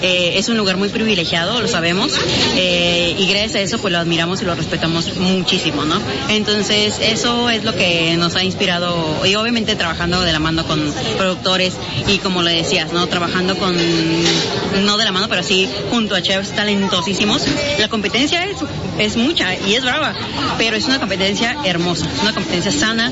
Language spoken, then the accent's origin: Spanish; Tampico, Tamaulipas, Mexico; moved away as an adult; now in Ensenada, Mexico; Yo soy de Tampico, Tamaulipas. No soy ni de aquí ni de allá. Nací y crecí en Tampico. Pero llegué a Ensenada a mis 20 años y ya llevo acá, pues me voy a quemar mi edad, aproximadamente 11 años.